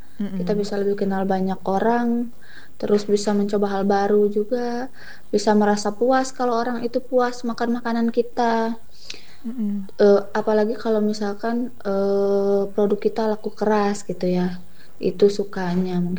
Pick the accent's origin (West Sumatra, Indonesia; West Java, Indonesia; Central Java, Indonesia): West Java, Indonesia; now in Atambua, Indonesia; makanan-makanan khas kampung saya di sana, Jawa Barat.